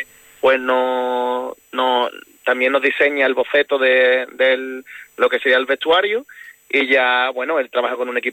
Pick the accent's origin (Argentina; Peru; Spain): Spain; Cádiz, Andalusia; Para nuestra comparsa como gaditano, de poder llevar un trocito de nuestra tierra allí